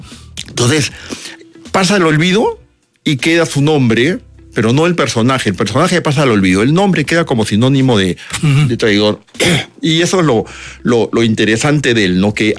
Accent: Peru; los peruanos dejamos de ser españoles y pasamos a ser peruanos

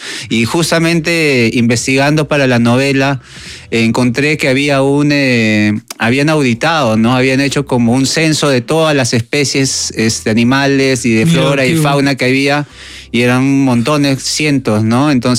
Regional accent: Lima, Peru; yo viví, como repito, viví hasta los 17 años, uh-huh, toda mi infancia en Comas, en Retablo, y mi jardín de juegos era Coyique

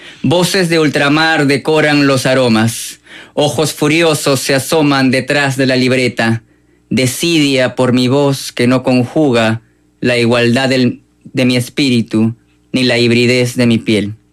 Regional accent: Peru; Yo no soy chino. Soy peruano, nunca voy a ser chino. Soy tusán, ¿no?

